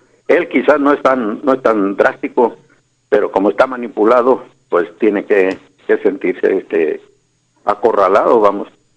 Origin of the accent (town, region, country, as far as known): Mexico